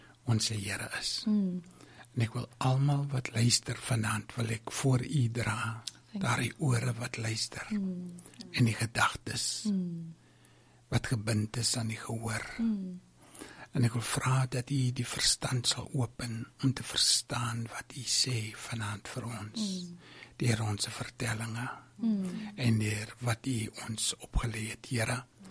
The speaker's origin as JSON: {"language": "Afrikaans", "town": "Mossel Bay", "region": "Western Cape", "country": "South Africa", "tie": "born or raised there", "said": "ek is gebore hier in Mosselbaai, ek het groot geword, tot op matriek en toe het ek weggegaan vir opleiding"}